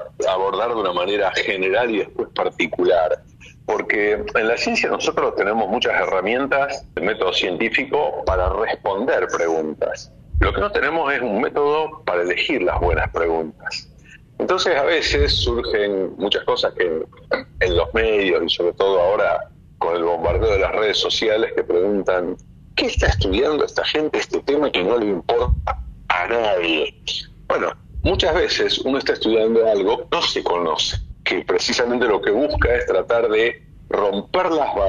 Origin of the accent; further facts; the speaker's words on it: Rosario, Santa Fe, Argentina; Yo soy de Rosario, elegí volver acá.